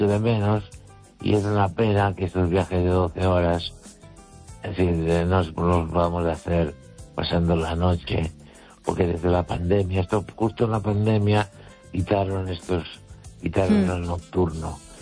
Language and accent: Spanish; Galicia, Spain; Y mi pueblo está a unos 9 kilómetros 8 de Los Peares. Está en la base de la montaña.